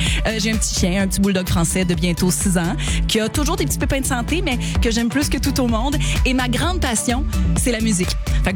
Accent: Quebec, Canada; born there; Je suis née en Montérégie. J'ai habité pas mal partout au Québec pour le travail.

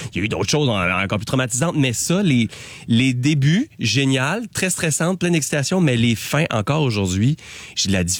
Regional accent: Granby, Quebec, Canada; moved away; Moi, je viens de Granby, je suis retourné à Granby.

